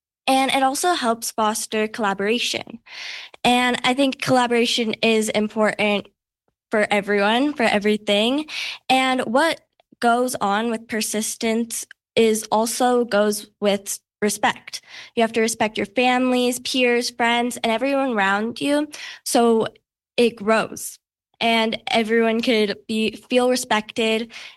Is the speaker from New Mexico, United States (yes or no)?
yes; New Mexico, United States; I'm 14. My pronouns are she, her. I identify as Nuevo Mexicana, Chicana.